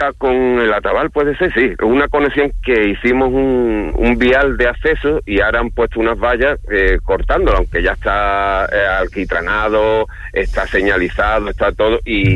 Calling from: Málaga, Andalusia, Spain; soy un vecino del Puerto de la Torre, en cuestión de calle Altair.

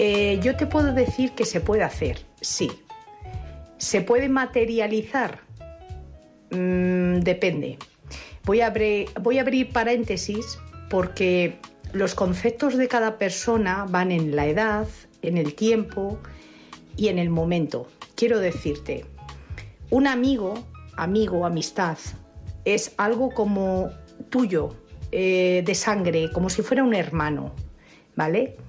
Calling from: Madrid, Community of Madrid, Spain; de Madrid.

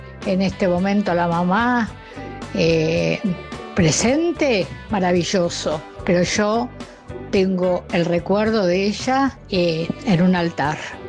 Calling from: Bahía Blanca, Buenos Aires Province, Argentina; Hola, soy una vecina de Villa Mitre, soy una señora mayor.

